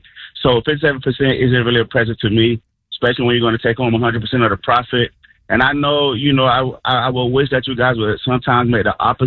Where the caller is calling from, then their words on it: Lakeland, Florida, United States; So I'm from Lakeland, sir.